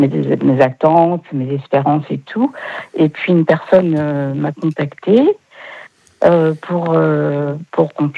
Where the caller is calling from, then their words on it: Le Mans, Pays de la Loire, France